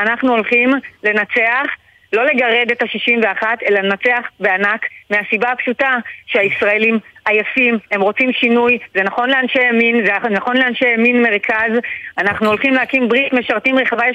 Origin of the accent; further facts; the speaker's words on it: Migdal HaEmek, Northern District, Israel; אני גדלתי במגדל העמק, אבא שלי היה פעיל ליכוד, אמא שלי הייתה אחות והסתדרו בקופת חולים כללית